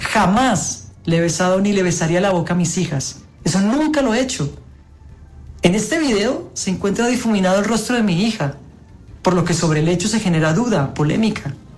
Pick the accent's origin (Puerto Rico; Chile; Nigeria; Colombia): Colombia; soy actor colombiano.